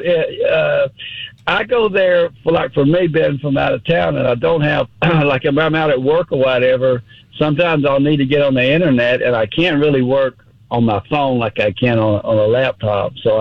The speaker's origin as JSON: {"language": "English", "region": "Texas", "country": "United States", "said": "I'm a visitor from Texas, but I listen to you regularly."}